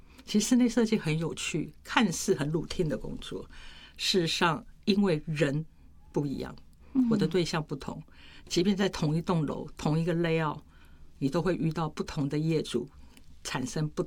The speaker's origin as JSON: {"language": "Chinese", "region": "Kaohsiung", "country": "Taiwan", "also_born_or_lived": "Tainan", "said": "我是高雄人"}